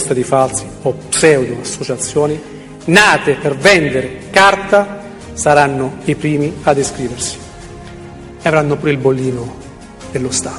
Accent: Basilicata, Italy; Sant'Arcangelo in Basilicata, nella mia terra

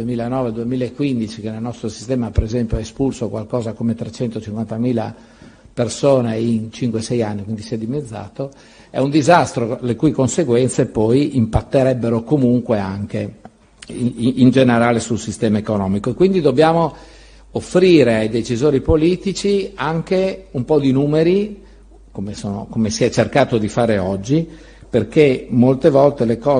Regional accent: Friuli-Venezia Giulia, Italy; io sono del Friuli, quindi ho vissuto da giovane, ma insomma sono un po' figlio di quello che è stato il terremoto

